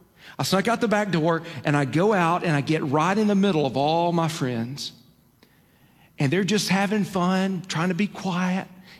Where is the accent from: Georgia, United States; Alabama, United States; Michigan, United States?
Alabama, United States; born or raised there